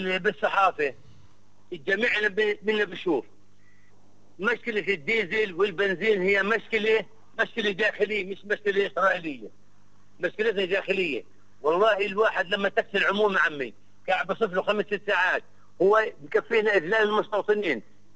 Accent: Palestine; احنا كشعب فلسطيني الناس في قاعدة بالسياسي بقول لك الجوع خضوع

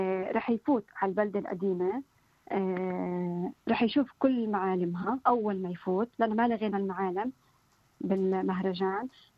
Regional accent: Palestine; بتعبر عنا كفلسطيني

